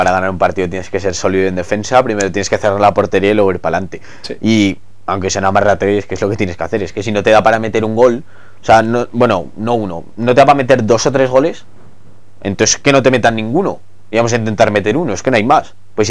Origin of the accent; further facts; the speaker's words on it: Ardisa, Aragon, Spain; yo saludo a toda la gente de mi pueblo, Ardisa, y sobre todo a Rafael, que es un gran zaragocista